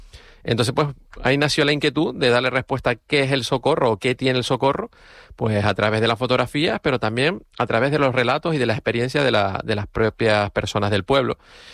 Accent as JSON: {"language": "Spanish", "town": "Güímar", "region": "Canary Islands", "country": "Spain", "moved": "yes", "said": "yo soy guimarero, no vivo en Guimar"}